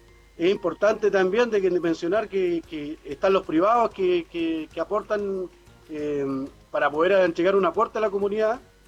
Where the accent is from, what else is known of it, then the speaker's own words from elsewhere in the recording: Puerto Aysén, Aysén, Chile; Yo conozco allá, yo soy de Puerto Aysén